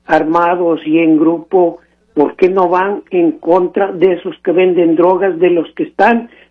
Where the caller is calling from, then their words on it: Sierra Mojada, Coahuila, Mexico; de la Sierra Mojada.